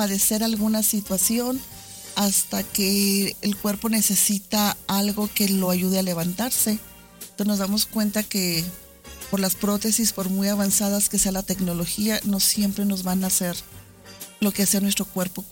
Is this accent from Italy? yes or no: no; Aguascalientes, Mexico; moved away as an adult; regreso a Aguascalientes, soy nativa de ahí, de aquí, de Aguascalientes, y por cuestiones del trabajo me fui fuera 20 años, de 18 y 20 años me fui de Aguascalientes. Por el trabajo regreso, yo no quería regresar a Aguascalientes